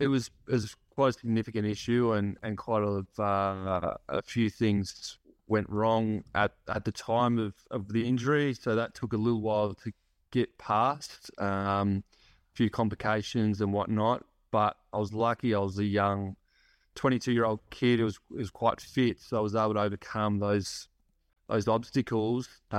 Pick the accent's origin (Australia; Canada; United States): Australia; Yarrawonga, Victoria; Growing up in Yarrawonga, it was a really small country town, especially when I grew up in the 90s, and only, a town of 2,000 people.